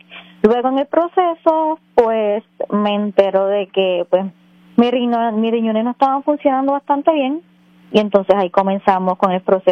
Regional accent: Aguada, Puerto Rico; es de Aguada.

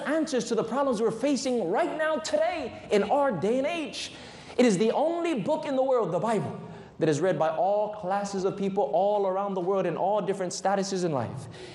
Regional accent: Waianae, Hawaii, United States; growing up in Waianae on the island of Oahu, I got involved in drugs.

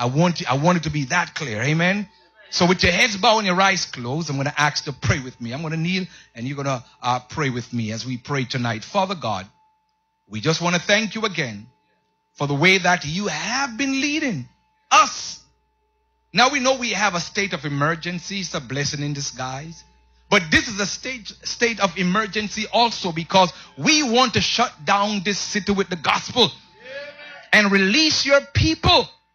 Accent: Southern Belize, Belize; I'm from the South. Deep South.

